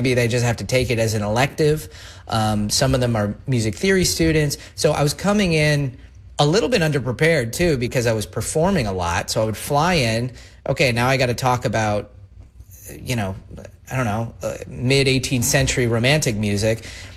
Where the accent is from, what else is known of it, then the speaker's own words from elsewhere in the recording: United States; I mean, I'm not from Germany or Vienna. I'm just some American guy who likes classical music.